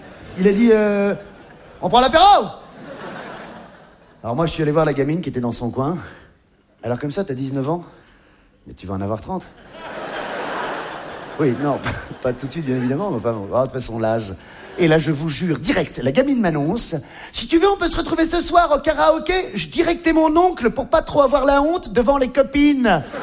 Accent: Grand-Quevilly, Normandy, France; Elle est rentrée chez elle à Châteauroux. Et moi, je suis rentré chez moi à Grand-Quevilly.

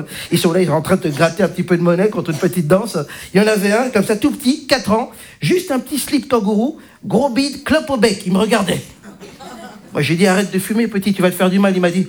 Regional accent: Belgium; also born or lived in Democratic Republic of the Congo; Donc, je suis belge. Je représente donc la Belgique ce soir.

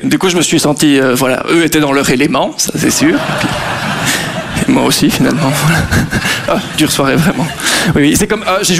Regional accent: Belgium; je suis belge.

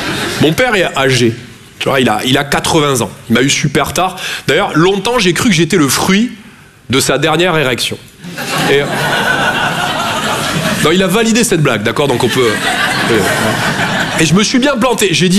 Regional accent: Toulouse, Occitanie, France; accent: Toulouse; moved away; Je viens de Toulouse à la base. Ouais, ça s'entend un peu.

